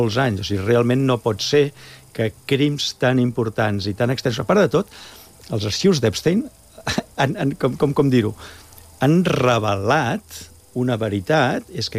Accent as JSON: {"language": "Catalan", "region": "Catalonia", "country": "Spain", "said": "Evidentment, no només la traducció, sinó que ho hem de reivindicar com a catalans, perquè els catalans portem en el nostre ADN"}